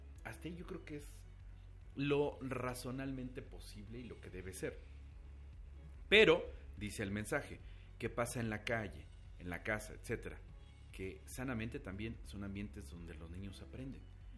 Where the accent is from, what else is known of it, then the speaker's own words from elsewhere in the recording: Mexico; Lamentablemente creo que como mexicanos no sabemos ganar en el ámbito del respeto hacia los demás.